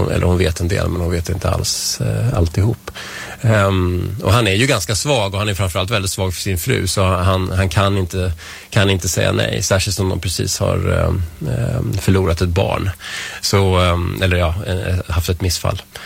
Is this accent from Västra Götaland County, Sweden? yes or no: no; Vällingby, Stockholm County, Sweden; also born or lived in Strängnäs; now in Nacka, Sweden